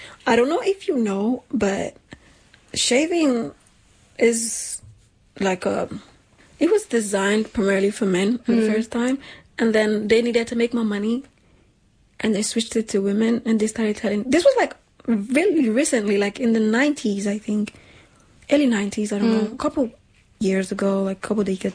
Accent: Nigeria; English is a second language; now in Europe; I grew up in Nigeria and we didn't used to shave legs. When I moved to Europe, I saw that people shave legs.

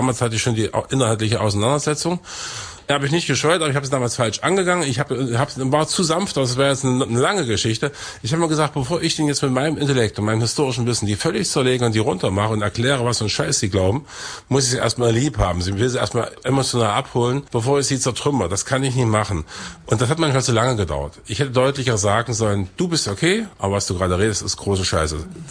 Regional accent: Weißenfels, Saxony-Anhalt, Germany; also born or lived in Eisleben; Ja, ich bin in Eisleben geboren, in Weißenfels aufgewachsen. Also das ist mein Ursprungsfluidum, diese proletarisch geprägte Kultur des Industriedreieckes.

